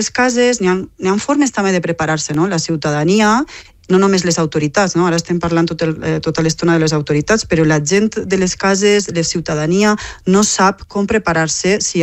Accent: Tavernes de la Valldigna, Valencian Community, Spain; I nosaltres, la Comunitat Valenciana

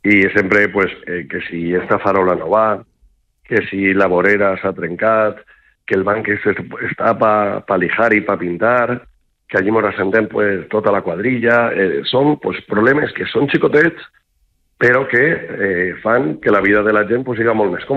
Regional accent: Castalla, Valencian Community, Spain; m'agrada viure en el meu poble, que per a mi és el millor poble del món

